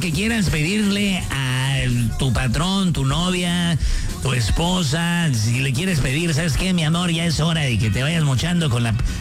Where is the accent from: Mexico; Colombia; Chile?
Mexico; Ciudad Obregón, Sonora; also born or lived in Mexico City; Yo soy de Sonora, de Obregón, Sonora, para los que no saben.